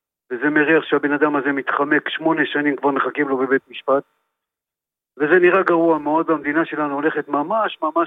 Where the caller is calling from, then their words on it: Rishon LeZion, Central District, Israel; מראשון לציון.